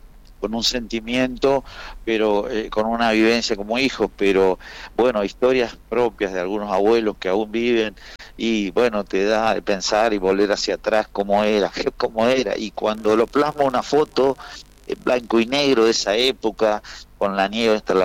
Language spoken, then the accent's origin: Spanish; Cañadón Seco, Santa Cruz, Argentina; born there; y luego, bueno, yo nací en Cañadón Seco, pero mis hermanos habían nacido en Comodoro, claro.